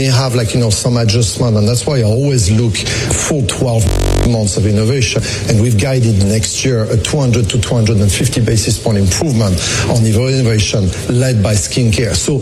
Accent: United States; born there; accent: French; I was born in the U.S. despite my French accent, right, so I'm like the dual citizenship

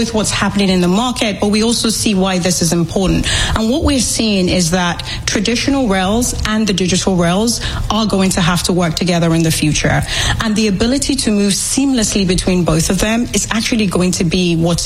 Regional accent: United Kingdom; now in United States; I'm British, but I live in the US.

